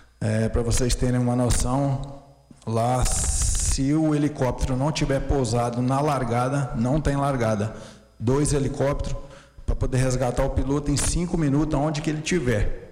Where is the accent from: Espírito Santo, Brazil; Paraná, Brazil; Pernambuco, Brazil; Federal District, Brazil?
Espírito Santo, Brazil; Domingos Martins; moved away as an adult; now in Venda Nova do Imigrante, Brazil; eu sou natural de Domingos Martins, né? Próximo ali a Pedra Azul, mas moro em Venda Nova já há 3 anos